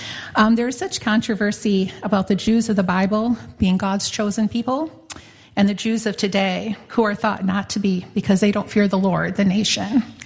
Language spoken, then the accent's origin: English; Hudsonville, Michigan, United States; I'm from Hudsonville.